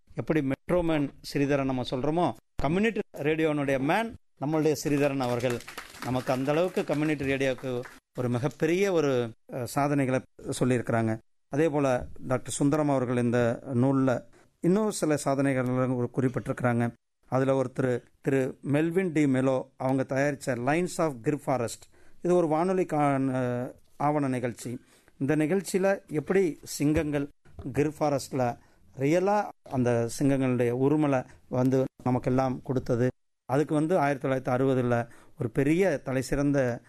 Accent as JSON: {"language": "Tamil", "town": "Namakkal", "region": "Tamil Nadu", "country": "India", "said": "ஏன்னா அவர் சேலத்துக்காரர், இவர் கோயம்புத்தூர்காரர், நான் நாமக்கல்காரன்."}